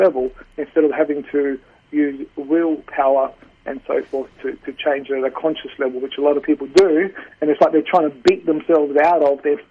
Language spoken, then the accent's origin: English; Adelaide, South Australia, Australia; I've born and bred in Adelaide. My parents were from southern Italy, so they were migrants. And so I was born in adopted into an Italian family.